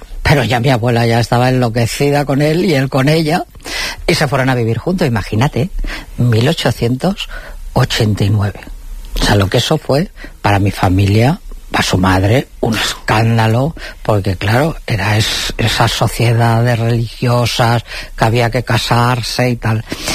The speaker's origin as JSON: {"language": "Spanish", "town": "Navalsauz", "region": "Castile and León", "country": "Spain", "tie": "born or raised there", "said": "este pueblecito que yo te digo, de Navalsau, de Ávila. Y él se fue hasta Ávila en tren, y de Ávila, mi pueblo, en burro."}